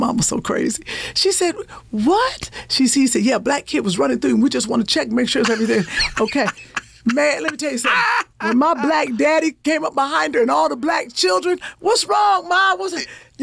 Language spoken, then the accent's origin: English; Cleveland, Ohio, United States; also born or lived in Shaker Heights; When we came from Cleveland to Shaker